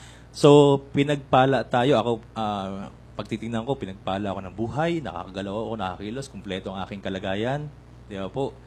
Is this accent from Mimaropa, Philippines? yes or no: yes; Roxas, Mimaropa, Philippines; Taga-Lagban ako, malapit lang ako sa dagat.